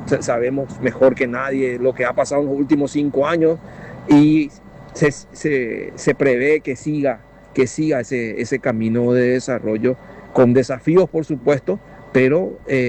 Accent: Chaco, Paraguay

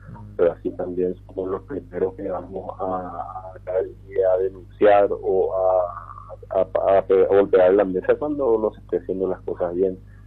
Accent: Presidente Franco, Alto Paraná, Paraguay; como paraguayos y como franqueños, y sobre todo como hijos de Dios

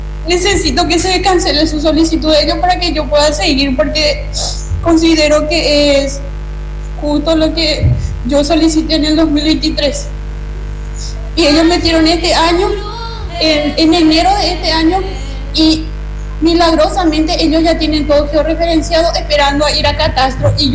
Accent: Paraguay; como ciudadana paraguaya, pequeña, yo soy nacida y crecida en ese lugar

